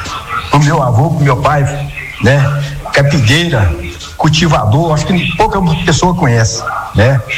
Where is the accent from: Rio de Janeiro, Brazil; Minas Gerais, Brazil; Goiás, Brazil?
Goiás, Brazil; born there; Eu nasci no interior de Goiás, sou de Taguaru.